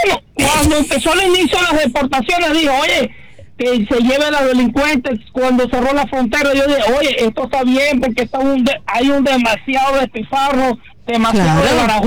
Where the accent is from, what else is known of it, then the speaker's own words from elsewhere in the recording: Venezuela; accent: Dominican; moved away; Soy venezolano.